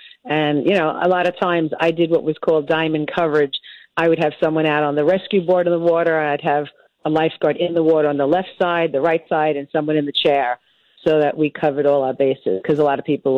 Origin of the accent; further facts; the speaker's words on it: Brooklyn, New York, United States; I grew up in Brooklyn, and, I didn't take any nonsense from anyone.